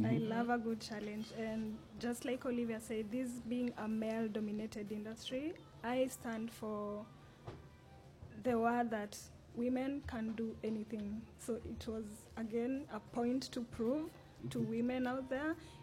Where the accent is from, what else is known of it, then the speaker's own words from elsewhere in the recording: Kenya; moved away as an adult; now in Seychelles; Being a Kenyan, a new foreigner here